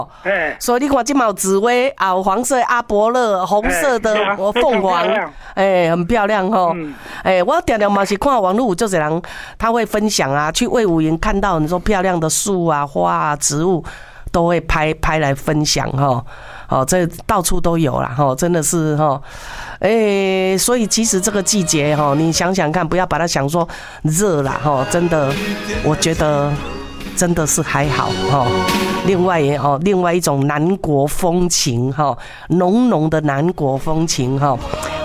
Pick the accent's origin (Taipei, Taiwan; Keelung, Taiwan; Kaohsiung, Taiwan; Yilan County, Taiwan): Kaohsiung, Taiwan